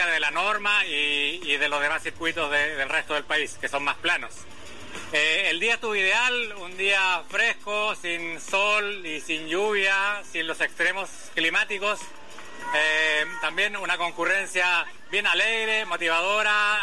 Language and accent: Spanish; Chile; Hola amigos